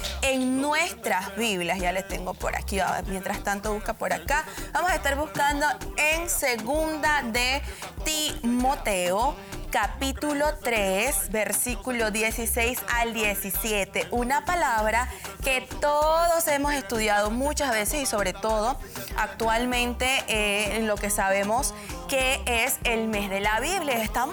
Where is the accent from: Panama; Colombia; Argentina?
Panama; Panama City, Panamá; Panamá. De la ciudad. Se le da 8, orgullosamente, felizmente, de la capital.